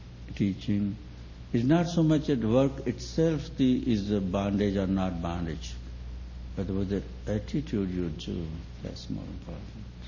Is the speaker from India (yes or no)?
yes; India; at least I'm from India